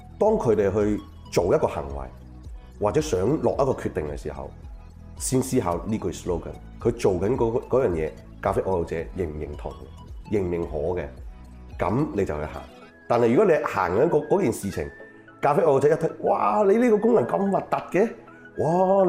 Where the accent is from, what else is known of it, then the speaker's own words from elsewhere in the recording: China; 即證明即我哋中國人的需求是往上